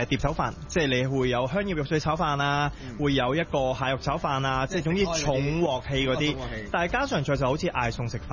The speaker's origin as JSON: {"language": "Cantonese", "country": "Thailand", "second_language": "Cantonese", "lives_now": "Hong Kong", "said": "然后我都会去嗌话啊，我系泰国人嚟嘅，你煮翻泰国口味出嚟得噶啦。"}